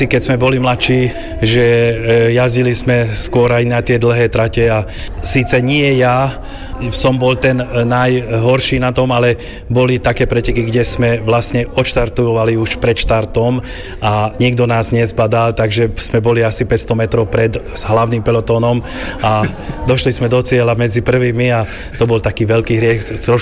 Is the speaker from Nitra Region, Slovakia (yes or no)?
yes; Komárno, Nitra Region, Slovakia; u nás v Komárne.